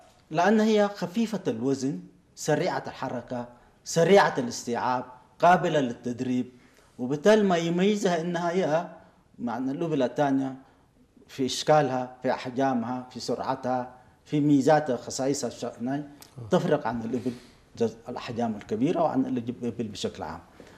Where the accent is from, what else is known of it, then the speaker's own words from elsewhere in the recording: Eritrea; وهذه الأصناف الممكنة الموجودة عندنا في إريتريا